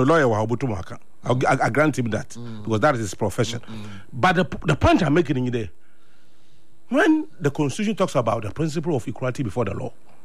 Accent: Ghana; I'm being a my MPP leader. I speak as a Ghanaian.

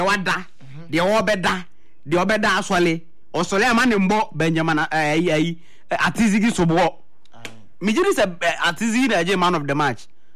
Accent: Ghana; Aren't we shame? Are we not ashamed as a Ghanaian?

